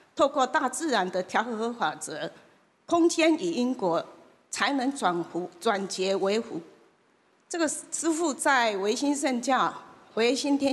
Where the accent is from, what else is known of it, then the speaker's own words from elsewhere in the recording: Taiwan; accent: Taiwanese Hokkien; Chinese is a second language; 容许我讲台语啊